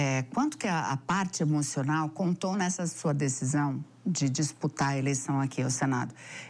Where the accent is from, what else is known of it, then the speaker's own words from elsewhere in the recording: Mato Grosso do Sul, Brazil; moved away; eu estava morando lá em Campo Grande, nós somos conterrâneas, eu sou de Mato Grosso do Sul também